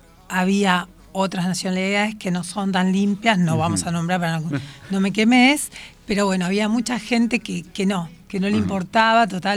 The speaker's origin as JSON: {"language": "Spanish", "country": "Argentina"}